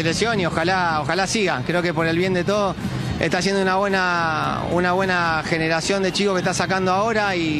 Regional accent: Argentina; obviamente como argentino me gustaría que siga

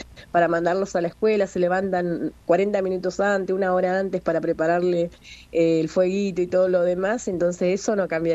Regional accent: Las Plumas, Chubut, Argentina; yo soy nacida y criada acá en Las Plumas, hoy tengo 47 años.

